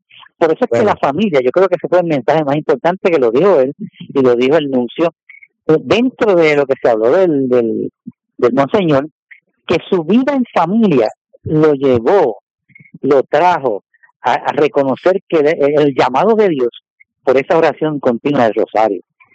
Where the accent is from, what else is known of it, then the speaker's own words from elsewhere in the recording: San Juan, Puerto Rico; y yo soy de San Juan, y venía con un hermano mío